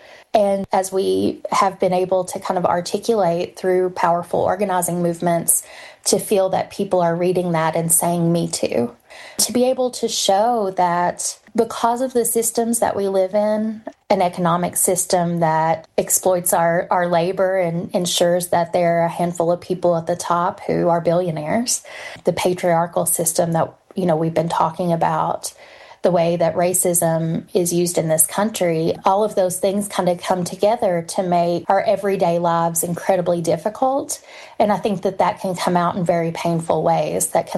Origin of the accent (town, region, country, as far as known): Appalachia, United States